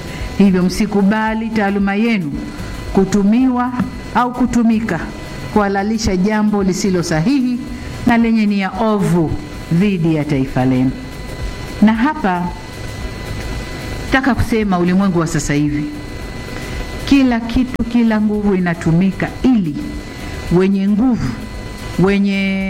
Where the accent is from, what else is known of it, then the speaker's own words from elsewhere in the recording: Tanzania; sisi ni Watanzania